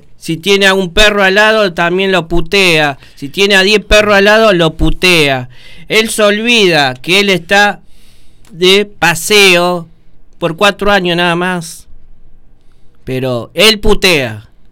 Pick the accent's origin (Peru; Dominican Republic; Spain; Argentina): Argentina; pero son avivados. Somos argentinos.